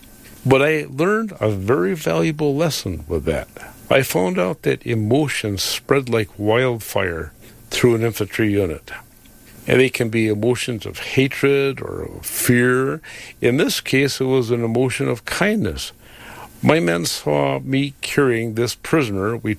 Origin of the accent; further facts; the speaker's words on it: Wisconsin, United States; I'm trying to tell this guy that I am from Wisconsin, and I have three children in our family. I'm the middle of the three children.